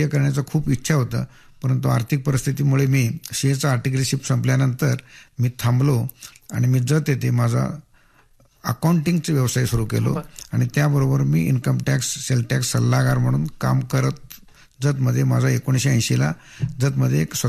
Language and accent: Marathi; Tikondi, Maharashtra, India; मी स्वतःहून तिकोंडीतनं शिकून तिकोंडीचा जन्म घेऊन मी बाहेर शिकत होतो आणि माझ्या गावी शिकायला बाहेर गावातून लोक येत होतं.